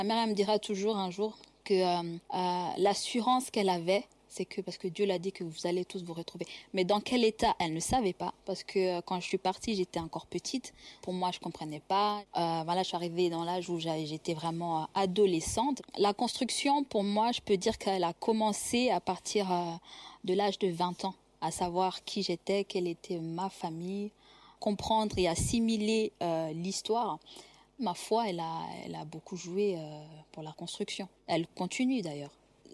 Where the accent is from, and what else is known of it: Western Province, Rwanda; born there